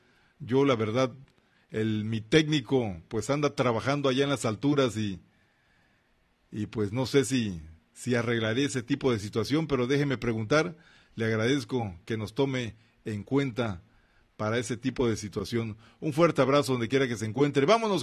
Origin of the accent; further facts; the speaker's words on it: Tabasco, Mexico; moved away; lo que era de mi tierra en Tabasco, se daba puro pavo en mole.